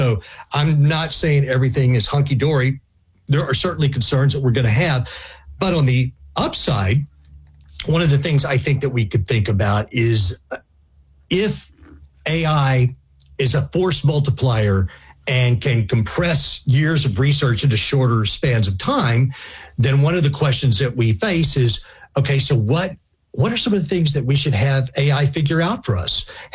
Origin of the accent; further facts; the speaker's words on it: Texas, United States; And in my home state of Texas, it's a big question because we have a lot of data centers